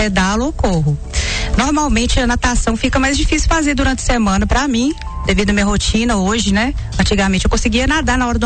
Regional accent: Coronel Fabriciano, Minas Gerais, Brazil; born there; né? Tenho 45 anos, sou residente e nascida em Fabriciano, em Coronel Fabriciano. … da Ana Luzia.

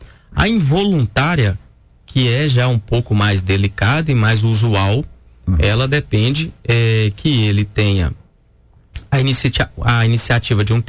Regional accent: Coronel Fabriciano, Minas Gerais, Brazil; eu sou do Vale do Aço, nascido e criado no Vale do Aço, Coronel Fabriciano

